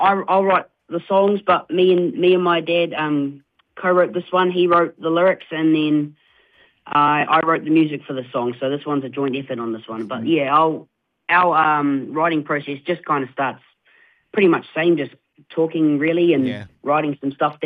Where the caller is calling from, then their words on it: Taupo, Waikato, New Zealand; Taupo, New Zealand, bro.